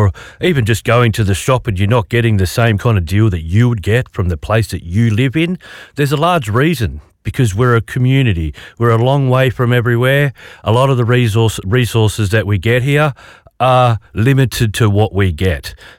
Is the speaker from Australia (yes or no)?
yes; Perth, Western Australia, Australia; well, I'm from Perth